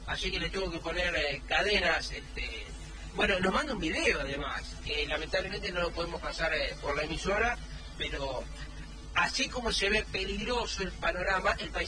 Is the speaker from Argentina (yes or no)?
yes; Juan Camino, Salta, Argentina; de Juan Camino, el Chaco Salteño.